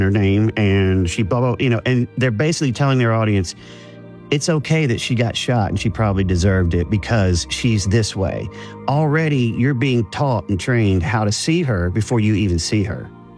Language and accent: English; Arkansas, United States; I'm from Arkansas. I have family that still are in this.